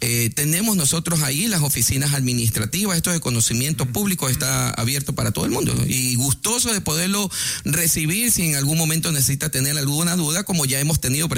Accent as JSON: {"language": "Spanish", "town": "Guayaquil", "region": "Guayas", "country": "Ecuador", "said": "somos los guayaquileños rockeros"}